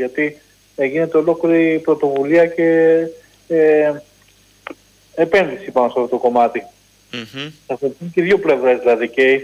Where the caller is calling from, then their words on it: Piraeus, Attica, Greece; Καλησπέρα φίλε Νίκο … από την Πειραιά.